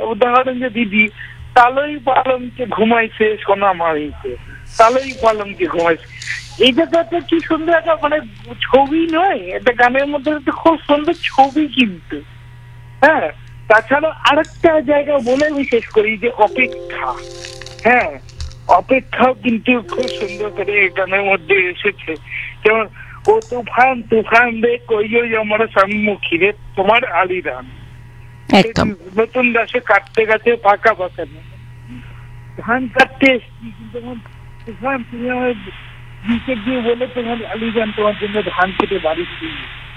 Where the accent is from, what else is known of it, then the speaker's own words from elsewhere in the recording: Murshidabad district, West Bengal, India; born there; আমার গ্রামের বাড়ি মুর্শিদাবাদ, মুর্শিদাবাদ জেলার খড়গাম থানার অন্তর্গত নগর গ্রামে